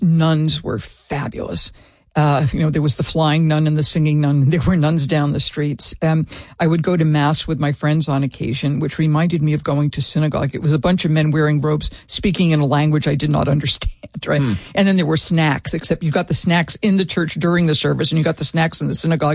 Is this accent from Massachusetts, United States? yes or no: yes; North Dartmouth, Massachusetts, United States; born or raised there